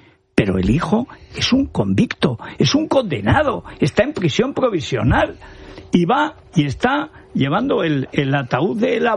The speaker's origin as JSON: {"language": "Spanish", "country": "Spain", "said": "Porque somos españoles y nos gusta como ganar el Mundial."}